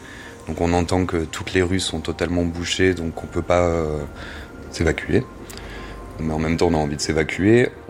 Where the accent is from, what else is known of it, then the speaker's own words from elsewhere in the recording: Marseille, Provence-Alpes-Côte d'Azur, France; je suis originaire de l'Estac.